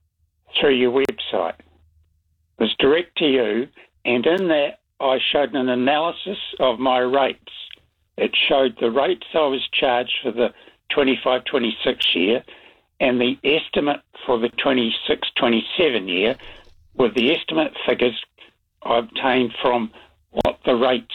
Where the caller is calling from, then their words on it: Wellington, New Zealand; I'm from Wellington.